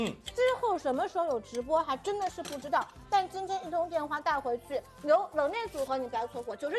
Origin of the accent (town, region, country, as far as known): Shanghai, China